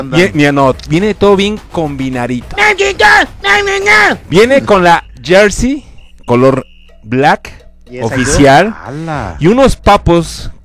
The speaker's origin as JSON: {"language": "Spanish", "country": "Mexico", "said": "nosotros los mexicanos"}